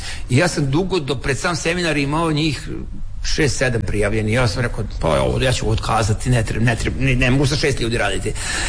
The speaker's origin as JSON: {"language": "Serbian", "town": "Tavankut", "region": "Vojvodina", "country": "Serbia", "said": "ja sam iz Vojvodine, selo Tavanko kod Subotice"}